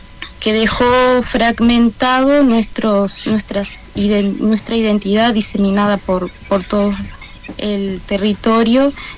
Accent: Río Negro, Uruguay; born there; now in Soriano, Uruguay; nací a 20 kilómetros de acá, ya es otro departamento, el departamento de Río Negro, muy cerquita del río Uruguay. Ahí creció toda mi familia, mis abuelos. Ese es mi origen, pero territorialmente estoy actualmente viviendo en un departamento que es lindero

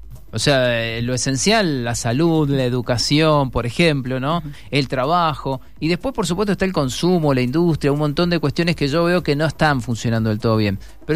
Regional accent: Mendoza, Argentina; no solo por lo que vamos a decidir como argentinos, como mendocinos, como vecino de tu municipio

